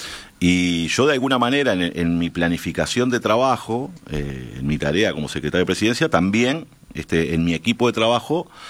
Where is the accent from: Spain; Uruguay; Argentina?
Uruguay